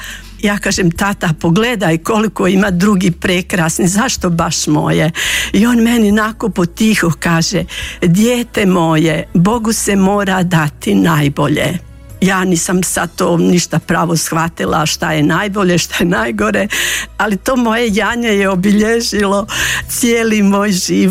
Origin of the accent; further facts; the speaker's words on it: Grabovica, Federation of Bosnia and Herzegovina, Bosnia & Herzegovina; born there; A ja sam rođena u Grabovici, znači općina Tomislavgrad.